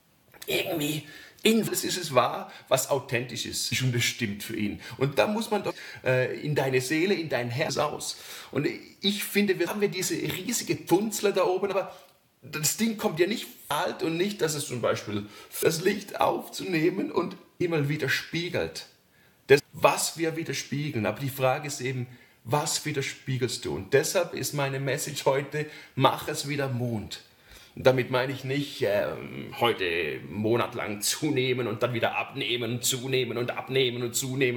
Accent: Switzerland; für mich als Schweizer

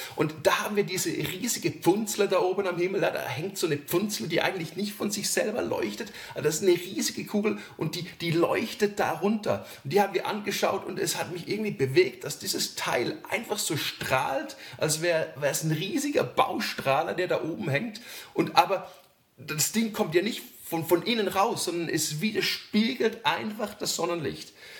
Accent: Switzerland; Und ich als Schweizer habe schon so eine Affinität zu Pünktlichkeit. Das ist etwas, das ist wirklich schweizerisch an mir

